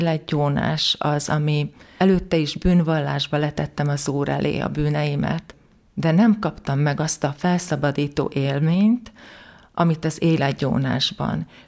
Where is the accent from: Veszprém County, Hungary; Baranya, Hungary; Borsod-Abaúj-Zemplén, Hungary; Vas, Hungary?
Borsod-Abaúj-Zemplén, Hungary; moved away as an adult; now in Budapest, Hungary; Borsodban, egy kis faluban születtem, Aktelek mellett, egy nagyon picike, 400 lélek számú faluból származom, és egy református családban születtem. Édesanyám katolikus, de édesapám református